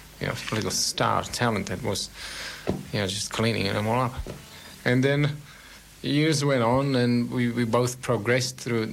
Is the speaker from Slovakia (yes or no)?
yes; Slovakia; moved away as an adult; now in Australia; I was born in Czechoslovakia, so was Lucy.